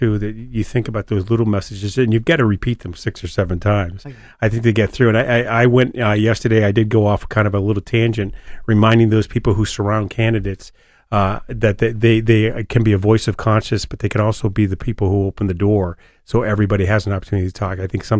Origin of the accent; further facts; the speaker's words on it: Portsmouth, New Hampshire, United States; I grew up in Portsmouth.